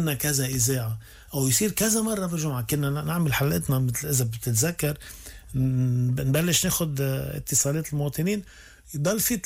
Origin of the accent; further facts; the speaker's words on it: Syria; بس أنه اليوم أنا سوري يعني